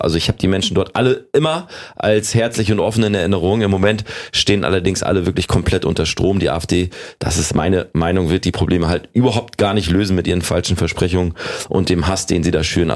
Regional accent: Salzwedel, Saxony-Anhalt, Germany; born there; moved away; Geboren bin ich in Salzwedel, der Baumkuchenstadt in Sachsen-Anhalt. Oma und Opa haben da gelebt, wie du gesagt hast, mein Onkel immer noch da.

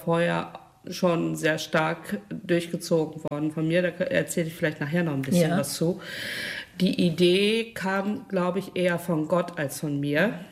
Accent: Rheda-Wiedenbrück, North Rhine-Westphalia, Germany; born there; now in Hamm, Germany; Ja, ich bin nicht gebürtige Hammenserin. Ich wohne erst seit 2011 in Hamm. Gebürtig komme ich aus Reda-Wiedenbrück.

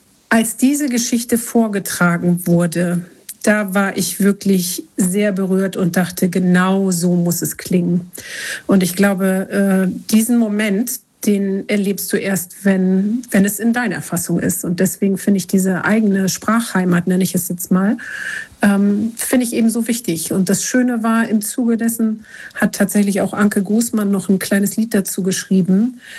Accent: Mecklenburg-Vorpommern, Germany; Und zwar komme ich ja aus dem Mecklenburger Raum.

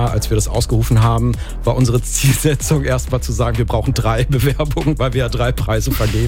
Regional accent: Leverkusen, North Rhine-Westphalia, Germany; ich komme gebürtig aus Leverkusen

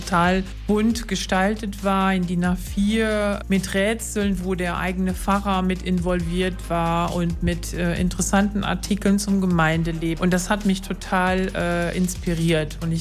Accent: North Rhine-Westphalia, Germany; now in Solingen, Germany; Also ich komme halt aus dem Münsterland

